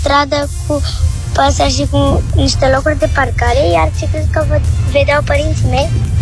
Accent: Bucharest, Romania; din București

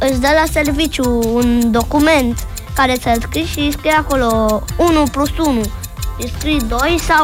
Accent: Bucharest, Romania; am 7 ani și sunt din București.

